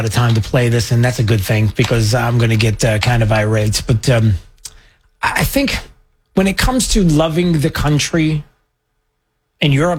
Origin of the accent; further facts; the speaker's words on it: United States; I still love being an American. I wouldn't want to be anybody else. I want to be an American.